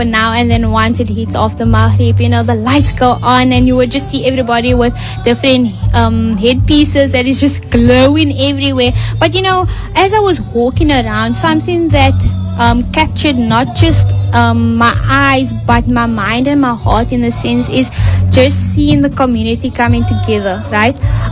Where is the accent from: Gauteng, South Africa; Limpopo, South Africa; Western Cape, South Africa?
Western Cape, South Africa; Cape Town; I'm from Cape Town, I can barely speak Afrikaans.